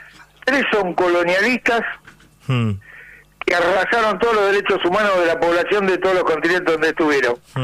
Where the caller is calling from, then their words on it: Argentina; nosotros le ganamos un partido de fútbol y le dicen si somos argentinos.